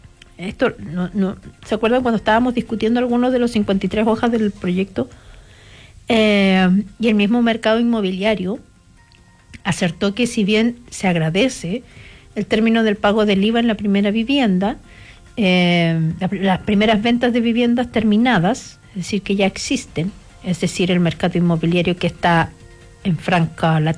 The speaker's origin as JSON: {"language": "Spanish", "country": "Chile", "said": "nosotros como chilenos"}